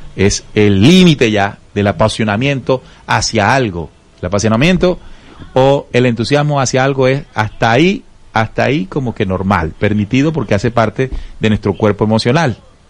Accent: Barranquilla, Atlántico, Colombia; born there; yo soy barranquillero, yo nací en la ciudad de Barranquilla, el equipo de la ciudad en el que nací es el Junior.

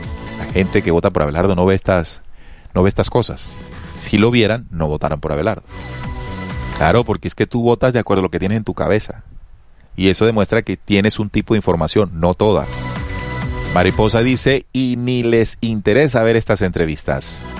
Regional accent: Mexico; born there; Les deseo de corazón a ti y a tu familia un muy buen viaje a mi tierra natal, México.

